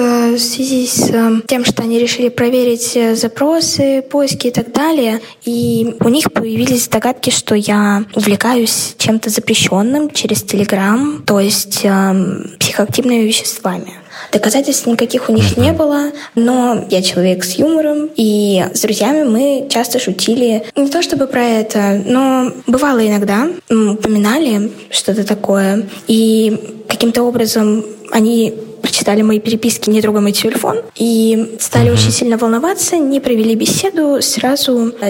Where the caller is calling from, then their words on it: Moscow, Russia; мне 14, я из Москвы.